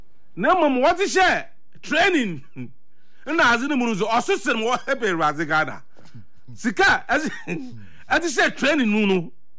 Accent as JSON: {"language": "English", "town": "Cape Coast", "region": "Central Region", "country": "Ghana", "tie": "born there", "said": "You know, I was born in Cape Coast."}